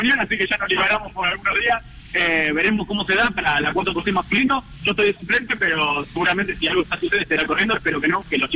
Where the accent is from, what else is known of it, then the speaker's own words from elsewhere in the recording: Argentina; somos argentinos